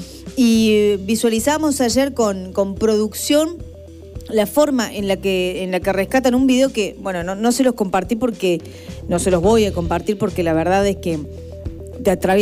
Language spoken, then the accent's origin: Spanish; Córdoba, Argentina